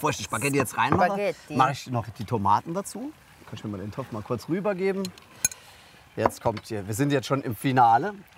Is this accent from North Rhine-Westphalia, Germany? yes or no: no; Saarbrücken, Saarland, Germany; born there; Als Kind bin ich ja in Saarbrücken groß geworden, so ein bisschen auch teilweise